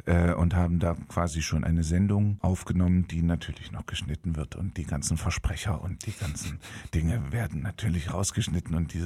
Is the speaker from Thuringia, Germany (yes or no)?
yes; Gotha, Thuringia, Germany; ich bin gebürtiger Gotha